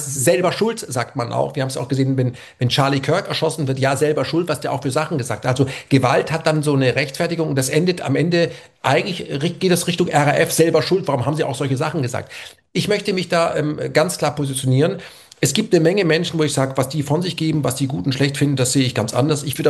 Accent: Germany; ich bin in Deutschland groß geworden

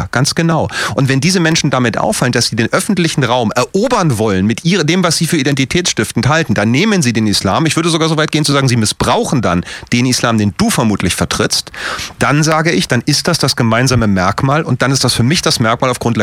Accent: Berlin, Germany; ich selber als Berliner, der aufgewachsen ist in einer Zeit, in Hamburg gilt übrigens das Gleiche, ein Teil meiner Familie kommt aus Hamburg

